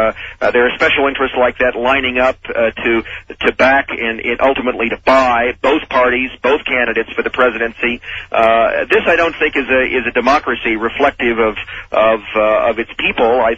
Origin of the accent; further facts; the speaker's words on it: Kansas City, United States; I grew up in the Midwest, in Kansas City, not far from Russell, Kansas. I know what it looks like and smells like